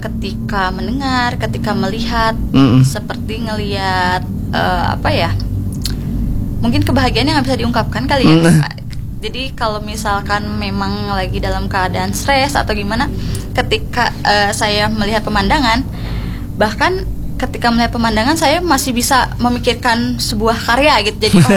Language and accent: Indonesian; Bandung, West Java, Indonesia; Kebetulan saya ngambil konflik memang dari daerah saya, di Dago Melawan.